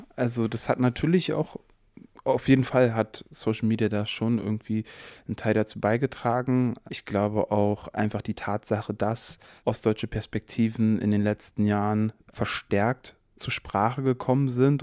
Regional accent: Eberswalde, Brandenburg, Germany; Ich musste nur auf meine eigene Heimatstadt Eberswalde oder auf meinen Geburtsort Eberswalde schauen

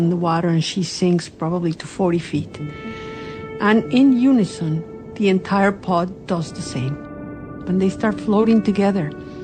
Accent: Cuernavaca, Morelos, Mexico; Growing up in Cuernavaca was such a blessing because at the time, we're talking about the 1970s, Cuernavaca was a very small city.

